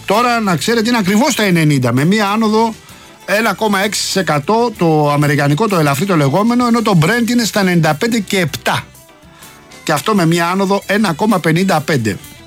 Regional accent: Attica, Greece; Εμείς εδώ στο Λεκανοπέδιο 17 έχει η πατρίδα μου στα ανατολικά προάστια

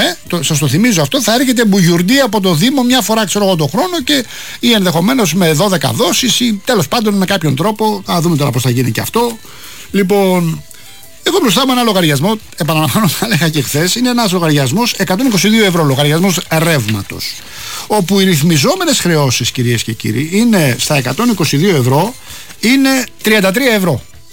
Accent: Rafina, Attica, Greece; Αύριο γιορτάζει εκεί η Εκκλησία στη Ραφίνα, στην πατρίδα μου.

